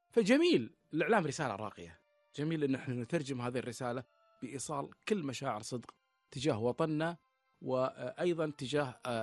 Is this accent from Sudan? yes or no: no; Kuwait; فعرف اني كويتي